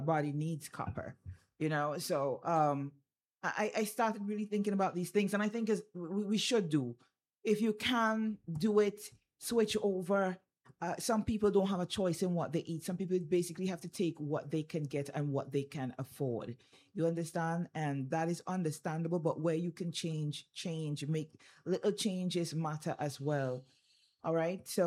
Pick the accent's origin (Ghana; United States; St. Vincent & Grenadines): St. Vincent & Grenadines; I mean, we grew up in St. Vincent. We grew up in the Caribbean.